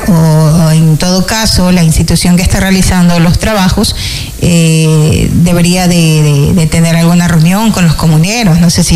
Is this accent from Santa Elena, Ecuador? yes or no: yes; Colonche, Santa Elena, Ecuador; somos de Colonche y acá nadie dice nada del peligro que hay en estas vías.